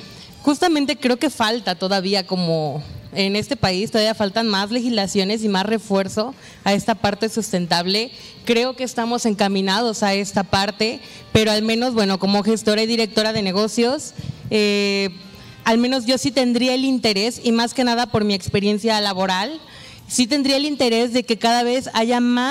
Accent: Mexico

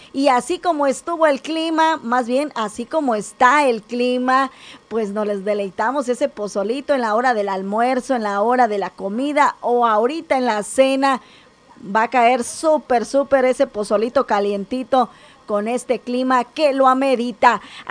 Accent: Mexico

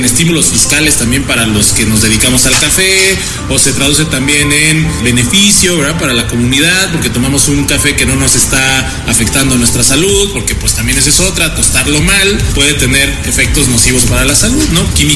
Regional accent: State of Mexico, Mexico; maestro tostador de la casa productora Simut Café y soy orgullosamente mexiquense.

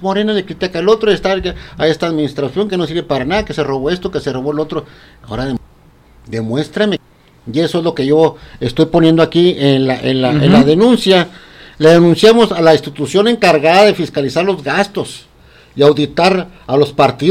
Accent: Chihuahua, Mexico; si todos somos de Chihuahua

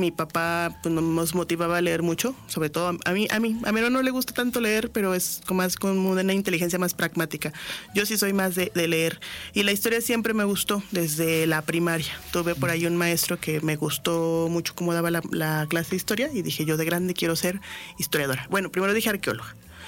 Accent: Oaxaca, Mexico; moved away as an adult; also born or lived in Tehuacán, Puebla; now in Aguascalientes, Mexico; Soy oaxaqueña, residida en Aguascalientes hace más de 22 años

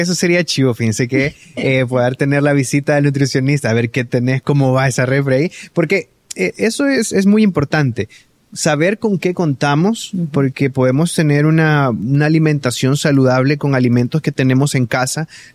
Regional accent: El Salvador; tradiciones que nosotros tenemos como salvadoreños

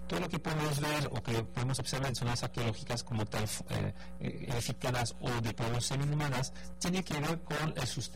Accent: Nuevo León, Mexico; de vestigios culturales que vale mucho la pena conocer para forjar un poquito mejor nuestra identidad como regios y personas del noreste de México.

